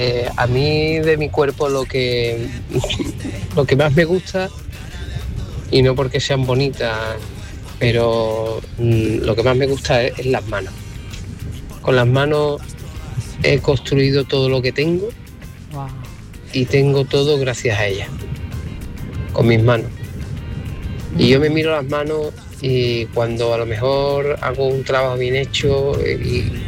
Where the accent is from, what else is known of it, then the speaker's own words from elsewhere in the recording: Seville, Andalusia, Spain; Así que nada … de Sevilla.